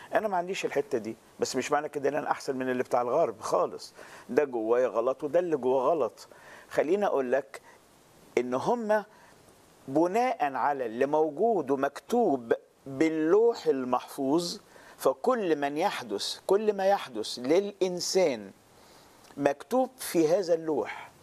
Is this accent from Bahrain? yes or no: no; Egypt; احنا كمصريين شعب متدين